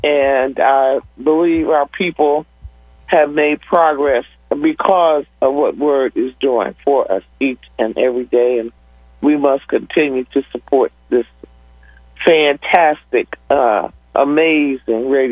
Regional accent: Old City, United States; from Old City.

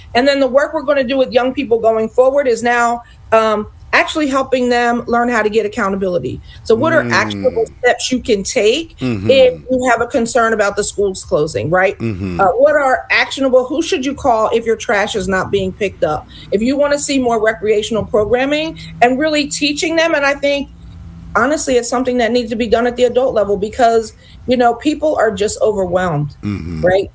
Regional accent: Montgomery County, United States; I come from Montgomery County.

